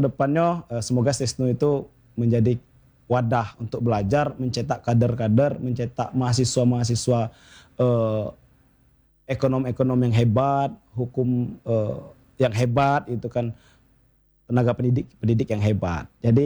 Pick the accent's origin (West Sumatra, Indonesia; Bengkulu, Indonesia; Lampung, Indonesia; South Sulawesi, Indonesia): Bengkulu, Indonesia; Simpang; Aslinya orang Seluma.